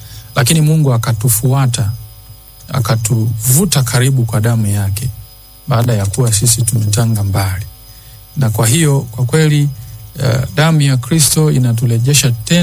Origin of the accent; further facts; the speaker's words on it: Singida, Tanzania; natokea Singida, nabarikiwa sana na somo la leo.